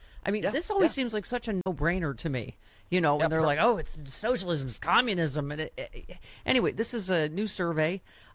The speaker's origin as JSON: {"language": "English", "town": "Buffalo", "region": "New York", "country": "United States", "tie": "born or raised there", "said": "I grew up in Buffalo, so yes, I'm familiar."}